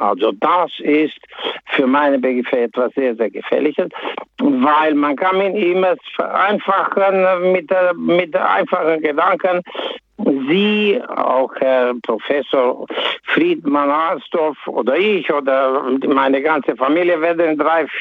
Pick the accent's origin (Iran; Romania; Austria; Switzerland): Romania; Transylvania; moved away as an adult; now in Todtnau, Germany; Ich musste meine Heimat verlassen. Ich bin in Siebenbürgen geboren. Die Umstände waren so, dass ich das nicht mehr ausgehalten hatte. Und mehr oder weniger musste ich sie verlassen. Und dann bin ich nach Deutschland gekommen.